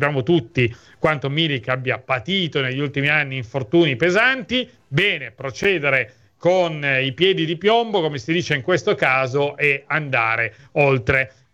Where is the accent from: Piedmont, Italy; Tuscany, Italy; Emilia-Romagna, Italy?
Piedmont, Italy; Turin; io sono di Torino